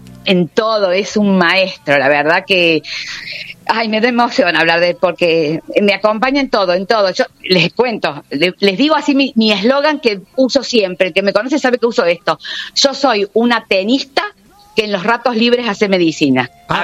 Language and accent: Spanish; Río Cuarto, Córdoba, Argentina; moved away as an adult; now in Pilar, Argentina; Nací en Río Cuarto, me crié en Río Cuarto.